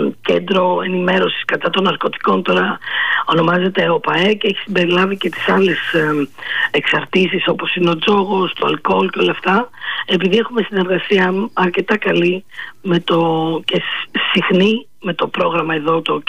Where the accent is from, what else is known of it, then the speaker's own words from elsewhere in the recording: Alexandroupoli, Eastern Macedonia and Thrace, Greece; να μιλήσω για την πόλη μου